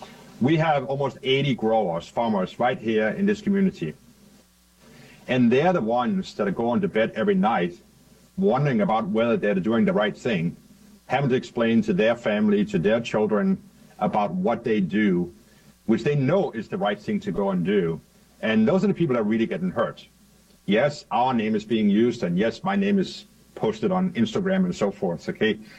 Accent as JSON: {"language": "English", "country": "Denmark", "tie": "born or raised there", "moved": "as an adult", "lives_now": "United States", "said": "Okay, so I actually grew up in Denmark, and I came to the United States in 1989. I was very fortunate. I was on the Danish national team in golf, of all things"}